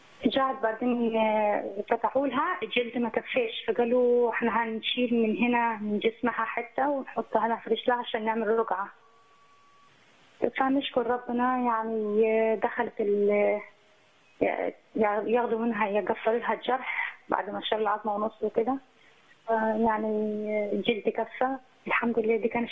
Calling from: Minya, Minya Governorate, Egypt; من المنيا.

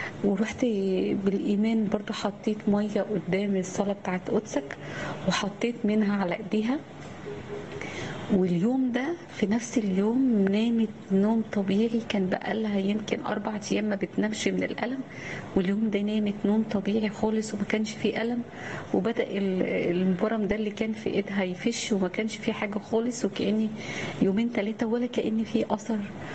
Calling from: Cairo, Cairo Governorate, Egypt; أنا بنتك من القاهرة،

